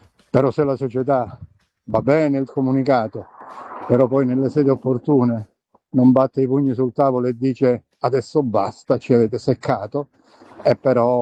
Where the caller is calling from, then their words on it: Cosenza, Calabria, Italy; da Cosenza.